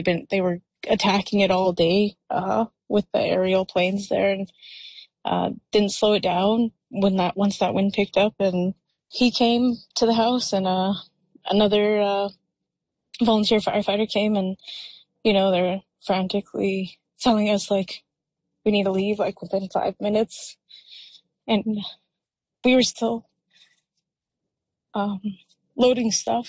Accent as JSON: {"language": "English", "town": "Penticton", "region": "British Columbia", "country": "Canada", "said": "I'm originally from Penticton, and my home community is Penticton Indian Band."}